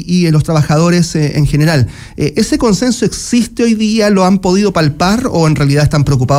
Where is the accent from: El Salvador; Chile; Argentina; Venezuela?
Chile; Que nos permita hablar juntos como chilenos de todo esto.